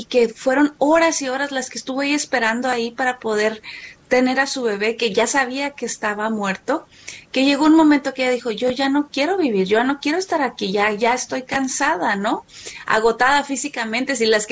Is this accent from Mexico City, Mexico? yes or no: yes; Mexico City, Mexico; aunque yo pues nací en la Ciudad de México y pude ver a nuestra Madre Guadalupe ahí por mucho tiempo